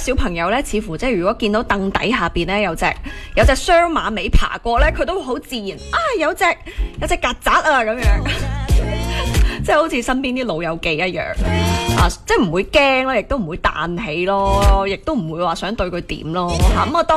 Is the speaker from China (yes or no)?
yes; Guangdong, China; 作为我哋广东土生土长嘅广东人咧